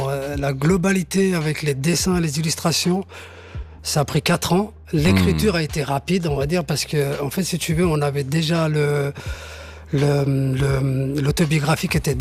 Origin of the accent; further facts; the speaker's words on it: Geneva, Switzerland; c'est un mec de Plan-les-Ouates, donc il est pas très loin de chez moi. Enfin, de là où j'ai grandi.